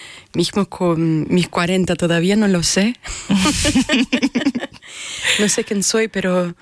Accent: Brazil; now in Hamburg, Germany; yo soy brasileña, vivo acá en Hamburgo.

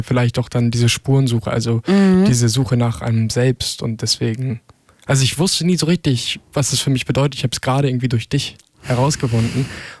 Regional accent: Lübeck, Schleswig-Holstein, Germany; bin 20 Jahre alt, werde jetzt in 9 Tagen 21 und komme eigentlich aus Lübeck. Und pende jetzt aber ganz viel zwischen Hamburg und Lübeck

